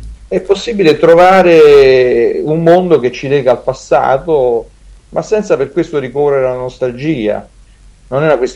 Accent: Lazio, Italy; now in Rome, Italy; pur essendo un ragazzo di provincia, diciamo così, insomma, sono cresciuto dalle parti di Latina, tra Latina e Sabaudia

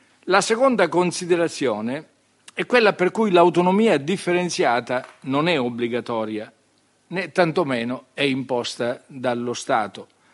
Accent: Sicily, Italy; lo dico da siciliano

